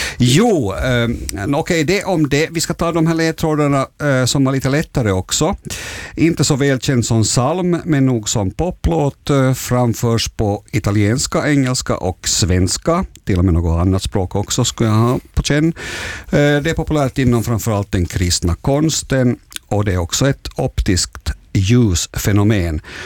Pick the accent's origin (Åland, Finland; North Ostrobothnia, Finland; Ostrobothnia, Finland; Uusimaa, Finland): Åland, Finland; som ålänning så undrar jag hur du klarar det här.